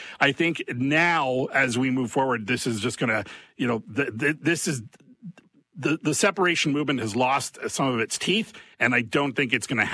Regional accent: Montreal, Quebec, Canada; I grew up as an English kid in Montreal

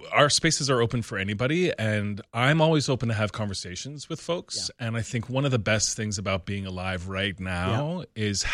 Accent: Newfoundland and Labrador, Canada; So with the cookies, I wanted my stores to feel like you're going to Nan's home. Yeah. I'm from Newfoundland.

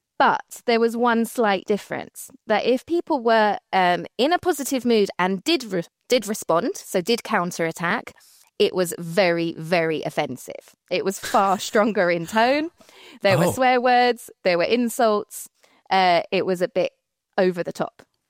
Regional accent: United Kingdom; well, I'm British, so even more so

